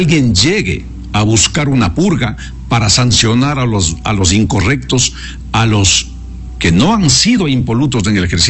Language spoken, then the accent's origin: Spanish; Ecuador; Como ecuatorianos deberíamos esperar es que no sea necesaria ninguna purga, especialmente en la justicia